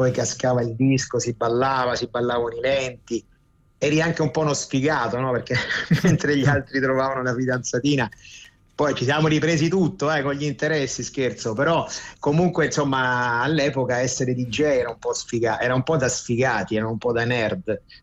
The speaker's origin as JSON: {"language": "Italian", "town": "Rome", "region": "Lazio", "country": "Italy", "said": "l'Italia è sempre il mio paese, ma Roma soprattutto è la mia città, quindi comunque mi fa bene stare un po' qua e un po' di là."}